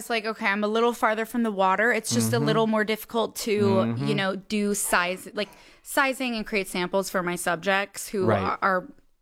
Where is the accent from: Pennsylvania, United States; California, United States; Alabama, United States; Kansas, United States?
Pennsylvania, United States; Philadelphia; I am from Philadelphia, Pennsylvania.